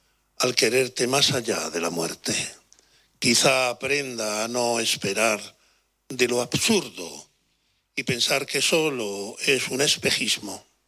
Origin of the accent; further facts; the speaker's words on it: Spain; born there; now in Canary Islands, Spain; yo ya desde la península me enamoré de Canarias y todo mi afán era venir a Canarias y hasta que no lo conseguí, no paré.